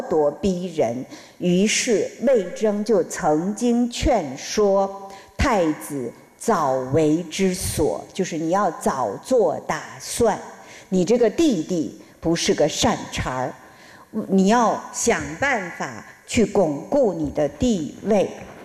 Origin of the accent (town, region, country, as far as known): China